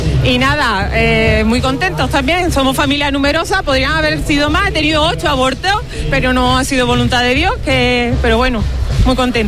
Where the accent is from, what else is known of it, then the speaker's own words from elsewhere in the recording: Los Palacios y Villafranca, Andalusia, Spain; Yo soy de Los Palacios, un pueblo de Sevilla. Los Palacios muy conocidos porque tenemos 3 futbolistas que han estado en la selección.